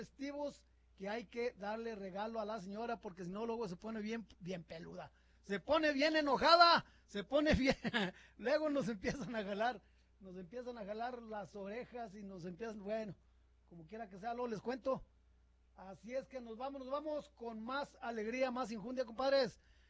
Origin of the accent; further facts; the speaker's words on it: Quito, Pichincha, Ecuador; born there; Yo nací en Quito